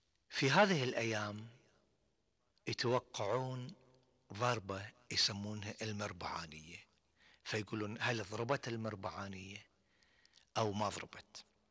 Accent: Bahrain; وعندنا في البحرين ما أقدر أقول إن فترة المطر، ولكن في كثير من الدول العربية هي فترة المطر.

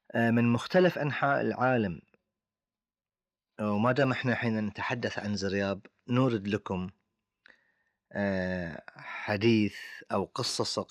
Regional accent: Bahrain; accent: Bahraini; اللبان طبعا معروف عنه لأسامي كثيرة في لهجتنا البحرينية

